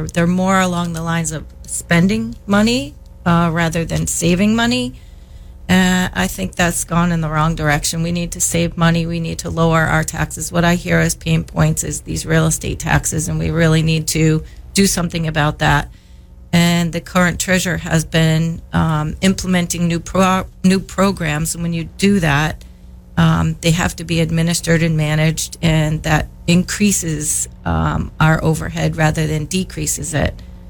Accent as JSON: {"language": "English", "town": "Stowe", "region": "Vermont", "country": "United States", "said": "I am from Stowe. I've earned my accounting degree from Northeastern."}